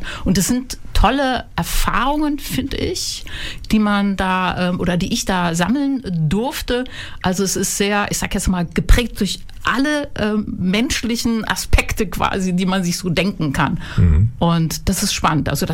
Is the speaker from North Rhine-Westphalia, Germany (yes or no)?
yes; Mönchengladbach, North Rhine-Westphalia, Germany; Nein, ganz ursprünglich bin ich aus Mönchengladbach.